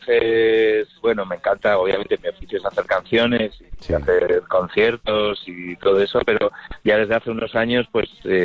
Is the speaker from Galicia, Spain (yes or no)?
yes; Vigo, Galicia, Spain; cosas también que tienen que ver, pues, con mi infancia aquí, en Vigo